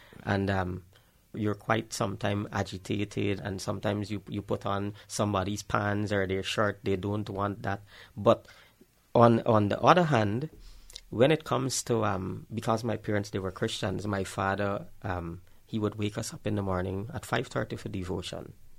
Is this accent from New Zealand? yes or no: no; Bartica, Cuyuni-Mazaruni, Guyana; My upbringing, growing up in Bartica, my parents, my dad, he is now deceased. My mother is still alive.